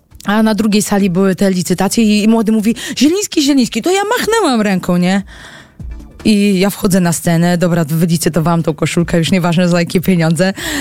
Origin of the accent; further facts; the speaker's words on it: Olsztyn, Warmian-Masurian Voivodeship, Poland; Ja jestem z Olsztyna i był Stomil Olsztyn.